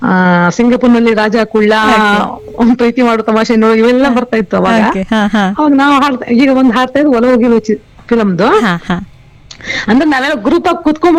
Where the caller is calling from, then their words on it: Bengaluru, Karnataka, India; ವಸಂತಪುರ ಬೆಂಗಳೂರು ಮಾಡ್ತಾ ಇರೋದು.